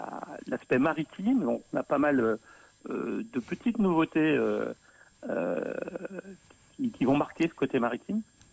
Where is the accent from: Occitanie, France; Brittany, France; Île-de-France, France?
Brittany, France; Lorient; born there; Je suis breton, engagé dans la culture bretonne et celtique. Je suis né à Lorient, mais ma mère est née à la frontière belge, et je connais très très bien la Belgique.